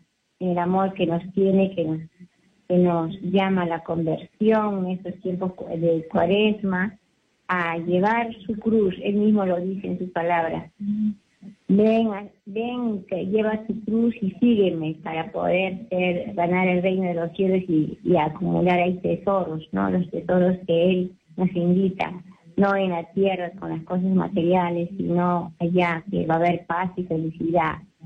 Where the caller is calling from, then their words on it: Huacho, Lima, Peru; estoy llamando de Huacho